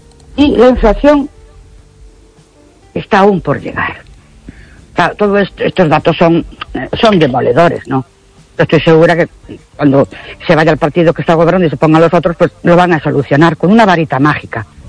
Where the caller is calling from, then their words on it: Ourense, Galicia, Spain; Buenas noches, soy animadora de Urense.